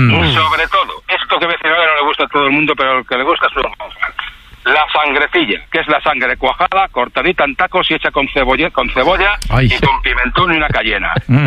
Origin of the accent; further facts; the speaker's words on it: Valladolid, Castile and León, Spain; Yo soy de Valladolid, de capital, ¿vale? De generaciones.